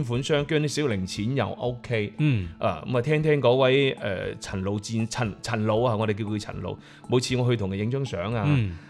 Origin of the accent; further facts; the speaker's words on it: Dongguan, Guangdong, China; 我哋廣東人啊，東莞人係中意出外玩嘅。